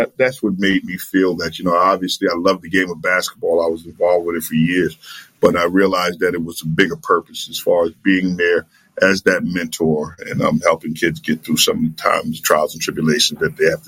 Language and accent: English; New York City, New York, United States; growing up in the South Bronx